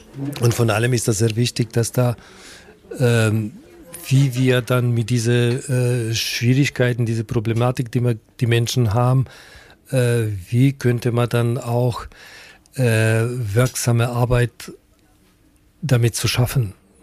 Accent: North Macedonia; born or raised there; now in Germany

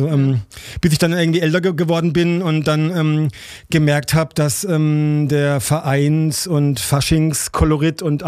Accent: Baden-Baden, Baden-Württemberg, Germany; Also ich meine, ich bin ja auch aufgewachsen im Südbadischen. Ne? Also ja, eher dann im Baden-Baden.

